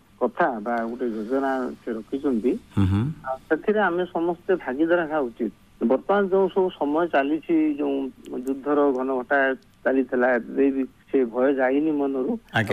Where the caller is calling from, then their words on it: Basudevpur, Odisha, India; ଆଜ୍ଞା ନମସ୍କାର, ମୁଁ ବାସୁଦେବପୁର ଭଦ୍ରକରୁ